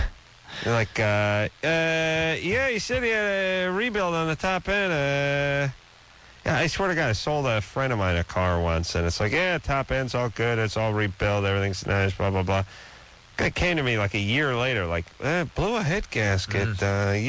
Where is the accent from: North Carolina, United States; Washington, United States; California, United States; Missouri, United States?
California, United States; North Hollywood; I come from North Hollywood. North Hollywood sucks. It's no source of pride.